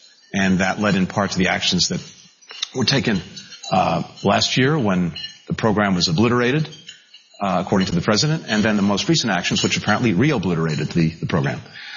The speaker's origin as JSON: {"language": "English", "town": "New York City", "region": "New York", "country": "United States", "tie": "born or raised there", "said": "Always wonderful to be back to my hometown, New York City."}